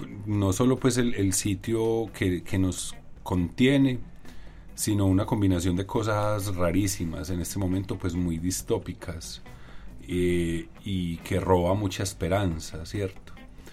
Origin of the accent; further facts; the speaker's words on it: Medellín, Antioquia, Colombia; yo crecí en esas casas, ahí a la vuelta ahí vivieron familiares, vivieron los amigos del colegio.